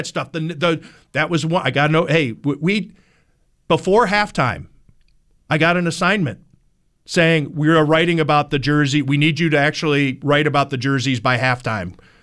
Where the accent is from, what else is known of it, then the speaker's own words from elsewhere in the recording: Cleveland, Ohio, United States; We had a guy there's when I was growing up on the Cleveland sports radio station who tried to make RBI a thing.